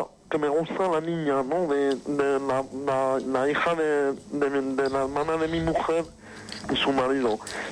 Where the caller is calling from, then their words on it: Austria; De Austria.